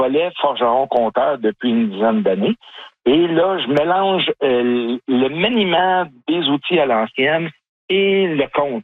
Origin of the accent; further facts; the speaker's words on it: Saint-Eustache, Quebec, Canada; J'ai grandi dans les Basses-Laurentides et autour de Saint-Eustache